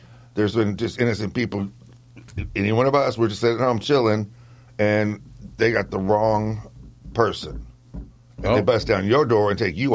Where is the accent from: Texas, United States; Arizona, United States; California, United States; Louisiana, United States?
California, United States; Davis; now in Crescent City, United States; I'm from Davis. I was living in Davis.